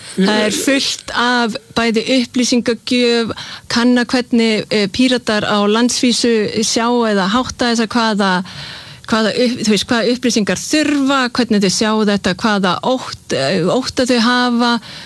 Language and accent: Icelandic; Denmark; ég meina ég ólst upp í Evrópusambandinu ég veit nákvæmlega hvaða kostir og hvaða gallar ég meina ég ólst upp í Danmörku